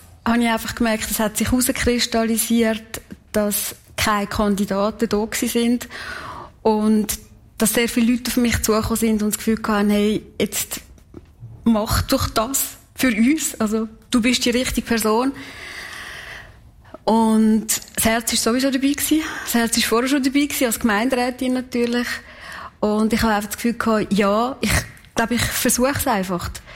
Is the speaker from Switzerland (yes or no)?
yes; Kaltbrunn, St. Gallen, Switzerland; born or raised there